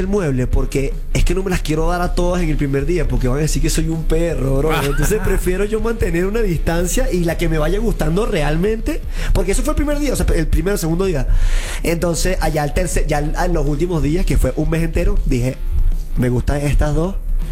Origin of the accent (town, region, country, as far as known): Venezuela; also born or lived in Colombia